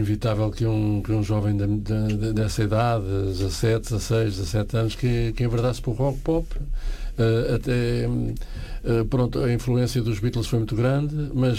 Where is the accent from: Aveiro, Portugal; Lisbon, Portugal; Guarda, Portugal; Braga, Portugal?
Lisbon, Portugal; eu vivi ali, nasci e vivi na Alameda, Dom Afonso Henriques, portanto ali ao pé do cinema, ao pé da Fonte Luminosa, não no lado do Império